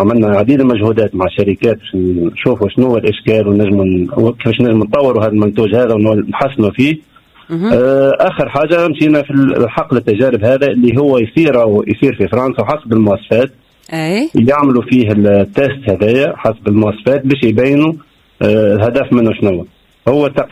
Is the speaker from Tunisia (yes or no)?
yes; Tunisia; في مناخنا في تونس